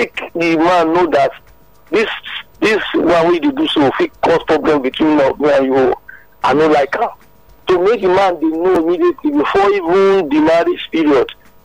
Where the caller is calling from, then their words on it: Lagos, Nigeria; I'm calling from Alagbado.